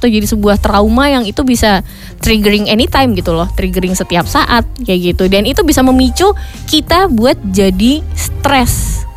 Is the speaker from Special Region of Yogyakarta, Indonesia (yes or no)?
yes; Sleman, Special Region of Yogyakarta, Indonesia; nek saya kan orang Sleman ya kebetulan.